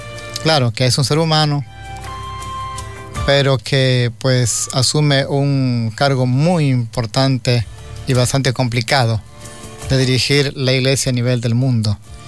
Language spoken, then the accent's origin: Spanish; Ecuador